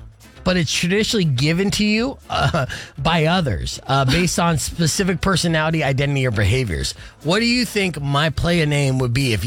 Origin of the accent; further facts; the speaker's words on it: Arizona, United States; I grew up in Arizona